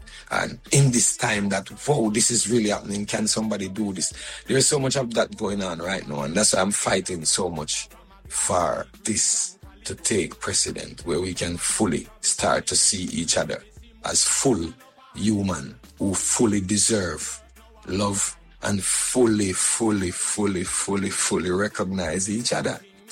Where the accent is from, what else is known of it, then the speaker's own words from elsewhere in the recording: Jamaica; not just for California, but for us as reggae artists, as Jamaican.